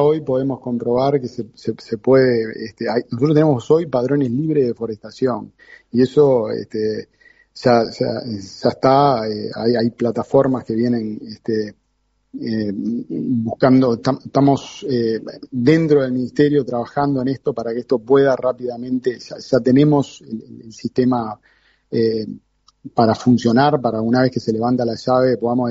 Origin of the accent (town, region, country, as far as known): Uruguay